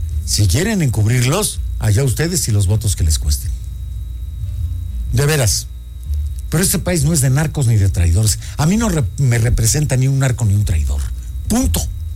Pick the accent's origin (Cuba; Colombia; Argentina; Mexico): Mexico; No somos eso los mexicanos.